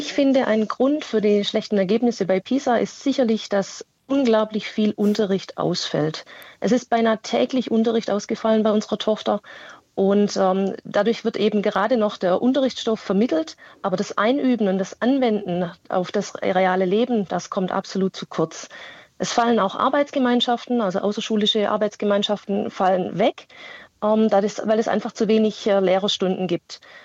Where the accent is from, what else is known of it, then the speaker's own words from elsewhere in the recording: Baden-Württemberg, Germany; ich komme aus Baden-Württemberg und wir haben zwei Kinder.